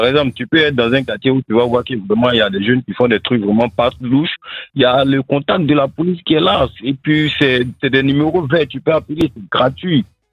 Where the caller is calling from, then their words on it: Bingerville, Abidjan, Côte d’Ivoire; Je vous appelle de Benjerville.